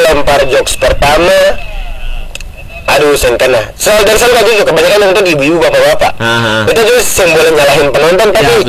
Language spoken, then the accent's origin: Indonesian; Buton, Southeast Sulawesi, Indonesia; misalnya kayak beta tuh dari Buton gitu-gitu kan.